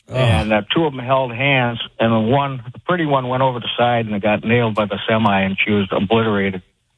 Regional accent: Wisconsin, United States; now in Texas, United States; I'm originally from Wisconsin, but I saw thousands of cases.

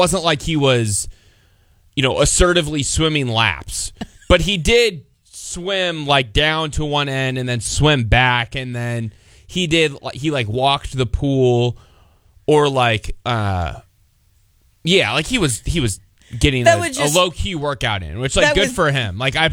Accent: Iowa, United States; Where are you guys from? We're from Iowa.

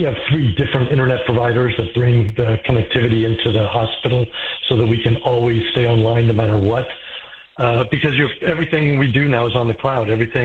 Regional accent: California, United States; born there; I was born in California, but was dad was in the Air Force. I was in the Army, so we moved around a bunch.

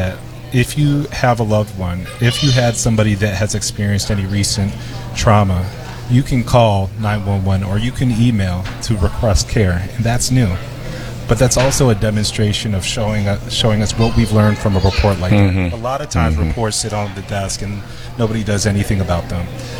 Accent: Chicago, Illinois, United States; I grew up in Hyde Park. I went to Murray Language Academy. Then went to Whitney Young.

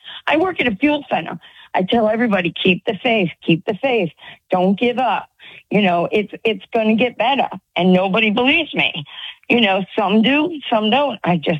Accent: New York, United States; now in Tennessee, United States; I'm originally from New York

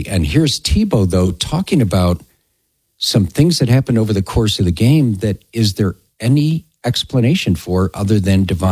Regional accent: Chicago, Illinois, United States; Growing up in Chicago, living on the South Side, my dad took us to a ton of Sox games.

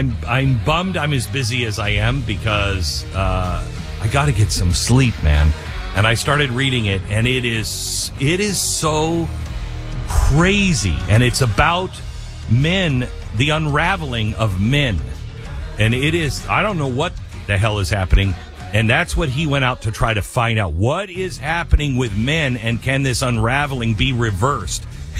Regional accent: Seattle, Washington, United States; We lived in Seattle. We grew up in Seattle, and it was always good sleeping weather in Seattle.

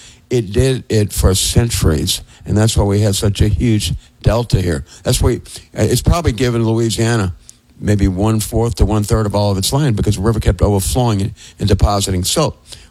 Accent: Ireland; You know, I'm Irish. They say the Irish never made a fight, never met a fight they didn't like.

